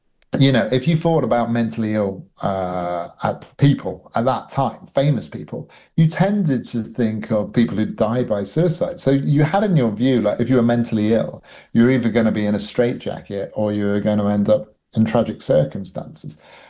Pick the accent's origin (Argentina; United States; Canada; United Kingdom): United Kingdom; growing up in Britain and our sort of drink culture over here.